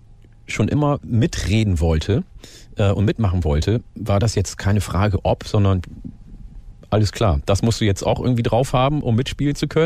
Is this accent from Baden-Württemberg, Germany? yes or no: no; Ganderkesee, Lower Saxony, Germany; Ich bin ja in Falkenburg aufgewachsen, in der Gemeinde Ganderkesee. Und dort war ich im Plattdeutschen Kinderchor.